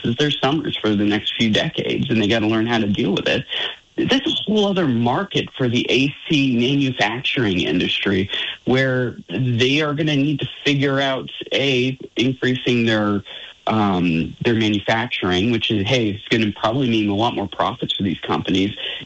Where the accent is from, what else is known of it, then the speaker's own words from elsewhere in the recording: United States; as an American